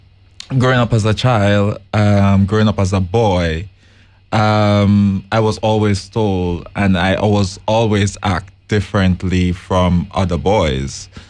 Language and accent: English; Jamaica; now in Netherlands; coming to the Netherlands, I'm from Jamaica.